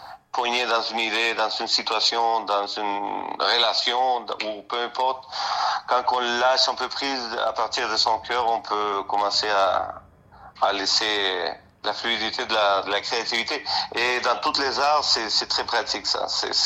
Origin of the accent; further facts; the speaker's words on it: Chile; moved away; Je viens du Chili.